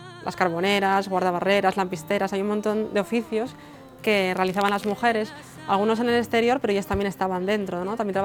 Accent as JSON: {"language": "Spanish", "region": "Asturias", "country": "Spain", "said": "a mi tierra, que al final es de donde no salí nunca, y también a por donde yo empecé, que fue la tonada asturiana."}